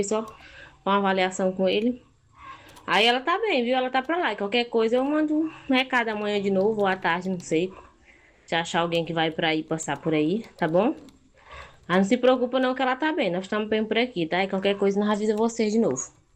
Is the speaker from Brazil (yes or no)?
yes; Alto Alegre do Pindaré, Maranhão, Brazil; sou de Alto Alegre, do Pindaré.